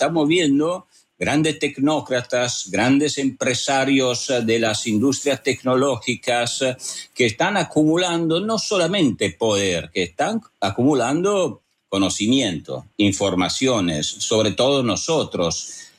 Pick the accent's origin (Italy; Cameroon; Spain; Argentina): Italy; moved away; Yo soy italiano